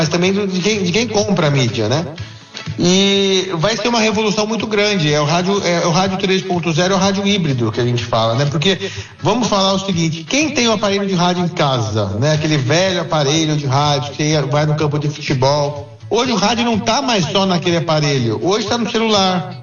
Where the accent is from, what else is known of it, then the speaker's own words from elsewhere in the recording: Campinas, São Paulo, Brazil; eu sou de Campinas, estou na presidência da ESP, é uma honra ser um campineiro na presidência da ESP, né?